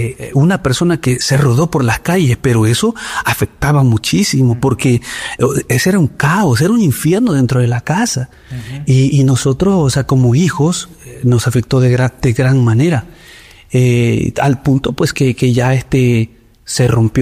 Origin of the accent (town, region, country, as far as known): El Salvador; born there